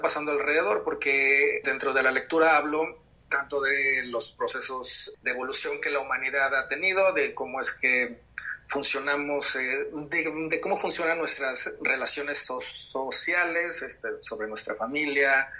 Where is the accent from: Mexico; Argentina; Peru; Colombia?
Mexico; voy a comenzar una gira nacional aquí en mi país